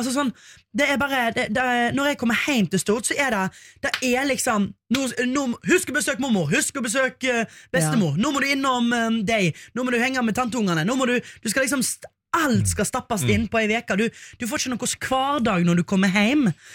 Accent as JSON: {"language": "Norwegian", "region": "Western Norway", "country": "Norway", "moved": "yes", "lives_now": "Oslo, Norway", "said": "det er veldig godt å kjede seg hjemme på Vestlandet"}